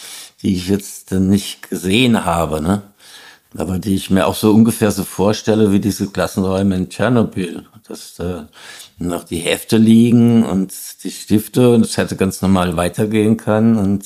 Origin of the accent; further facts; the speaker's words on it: Hesse, Germany; Naja, bei uns gab's halt dieses Kernkraftwerk Biblis in der Nähe, wo ich aufgewachsen bin, und da waren wir halt immer demonstrieren dagegen.